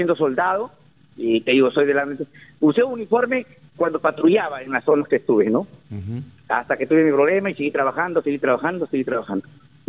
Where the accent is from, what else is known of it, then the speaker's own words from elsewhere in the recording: Olmos, Lambayeque, Peru; mi pueblo de Olmos.